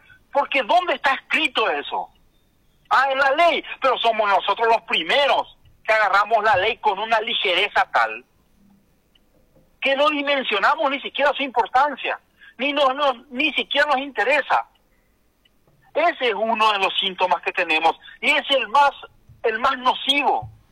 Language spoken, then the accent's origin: Spanish; Paraguay; No, yo soy ciudadano paraguayo y según la ley, ¿qué ley si vos mismo no respetás tu ley como paraguayo?